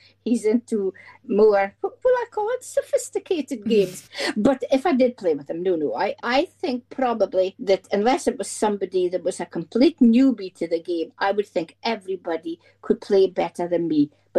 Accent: Scotland, United Kingdom; and two comes from USA, and I'm obviously from Scotland, and I've two from England.

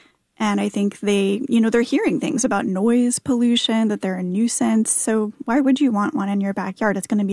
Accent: Raleigh, North Carolina, United States; I grew up in North Carolina. I'm a Raleigh native.

